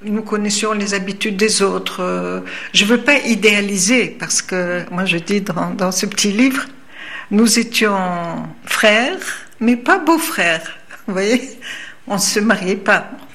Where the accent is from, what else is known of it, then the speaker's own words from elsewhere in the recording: Sfax, Sfax Governorate, Tunisia; born there; Je suis née à Sfax, donc une ville plutôt conservatrice. Souvent, on dit que c'est une des grandes villes les plus conservatrices. Je suis née en 1941, donc en pleine colonisation, en fait.